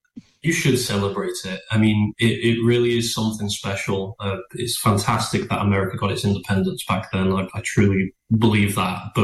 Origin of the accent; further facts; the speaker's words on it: England, United Kingdom; now in United States; I'm more patriotic to my home country, is you're not allowed to fly the Union Jack or the England flag.